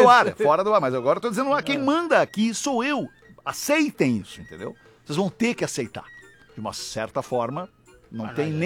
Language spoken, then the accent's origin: Portuguese; Rio de Janeiro, Brazil; eu sou do Rio de Janeiro.